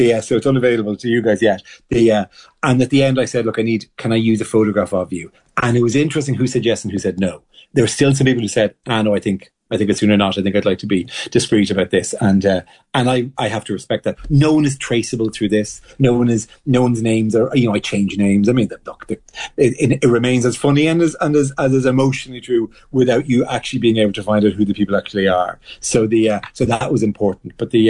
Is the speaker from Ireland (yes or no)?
yes; Ireland; But even more than that was being Irish sort of is a huge help in the situation.